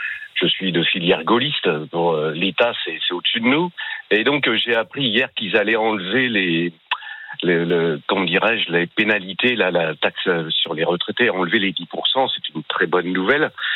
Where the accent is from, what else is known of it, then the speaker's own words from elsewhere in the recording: Normandy, France; Oui, donc je suis originaire de l'Orne, j'habite entre Le Mel-sur-Sarthe et Mortagne-au-Perche, voilà, pour situer un peu la localisation.